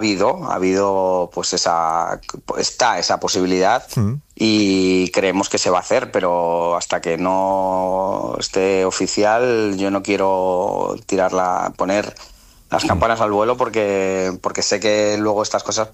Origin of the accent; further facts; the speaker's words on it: Madrid, Community of Madrid, Spain; Es increíble que esto nos pueda pasar. Como vallecano, como